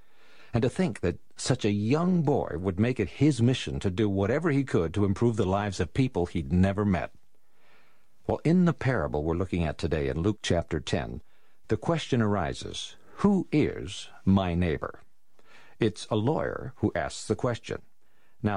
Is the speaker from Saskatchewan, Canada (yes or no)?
yes; Saskatchewan, Canada; like I used to be growing up in Saskatchewan, where the nearest neighbor is a mile down the road?